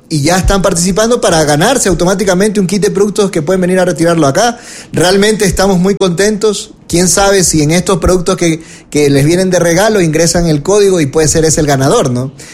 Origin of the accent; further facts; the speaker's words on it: Guayas, Ecuador; accent: guayaco; Sí, ya es mi acento guayaco que va muy rápido, ¿no?